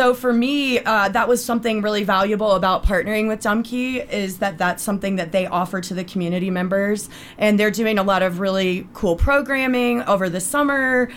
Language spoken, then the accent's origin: English; Charlotte, North Carolina, United States; also born or lived in Ohio; And I am from North Carolina and from Charlotte.